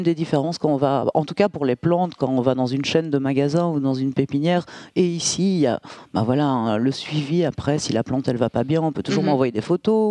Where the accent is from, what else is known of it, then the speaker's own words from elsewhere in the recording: Brussels, Brussels-Capital Region, Belgium; now in Liège, Belgium; Moi, je viens de Bruxelles de base.